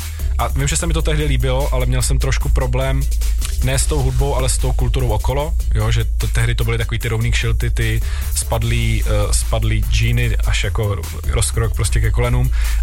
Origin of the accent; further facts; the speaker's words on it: Prague, Czechia; tím, že jsem tady z Prahy a poflakoval jsem se často venku, tak časem vlastně tam toho rapu bylo víc a víc